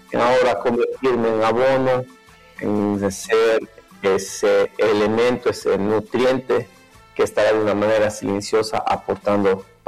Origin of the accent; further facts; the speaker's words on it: Ecuador; sí tenemos el talento como ecuatorianos